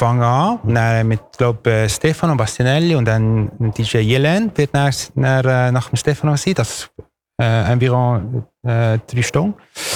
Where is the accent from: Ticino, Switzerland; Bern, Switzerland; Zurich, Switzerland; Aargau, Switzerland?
Ticino, Switzerland; Chiasso; German is a second language; ich bin Schottländer, ich bin Italiener, ich komme von, aber ich bin auch ein Tessiner und dann, wenn man mehr... geht, dann bin ich wirklich von Chiasso.